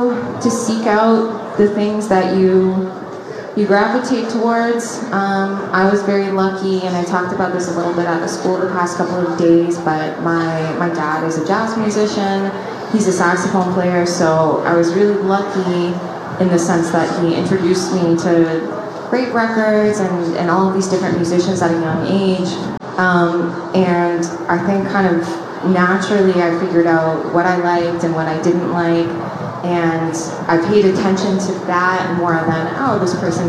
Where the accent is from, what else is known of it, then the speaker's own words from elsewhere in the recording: Toronto, Ontario, Canada; Mm-hmm. I'm from Toronto.